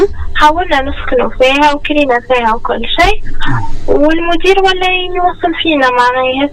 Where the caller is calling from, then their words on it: Sbiba, Kasserine Governorate, Tunisia; نحن من سبيدلة